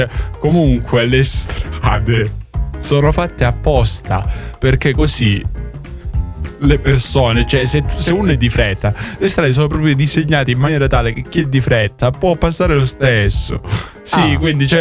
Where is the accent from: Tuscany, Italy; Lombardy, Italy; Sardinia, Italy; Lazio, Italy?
Lazio, Italy; Rome; E io sono di Roma